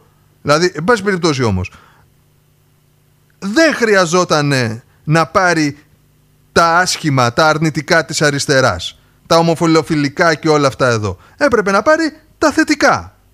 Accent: Greece; να λέμε είμαστε Έλληνες.

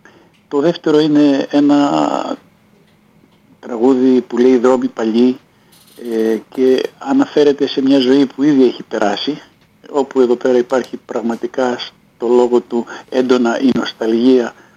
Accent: Thessaloniki, Central Macedonia, Greece; Εγώ γεννήθηκα και μεγάλωσα στο Κρυονέρι της Ανοτούμπας

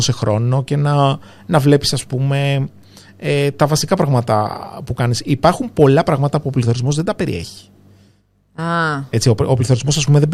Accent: Greece; now in Singapore; εγώ που είμαι Έλληνας

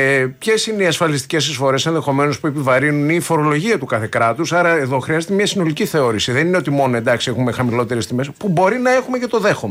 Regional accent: Athens, Attica, Greece; Από την Κέρκυρα, αλλά έχω γεννηθεί στην Αθήνα, έχω μεγαλώσει εδώ.

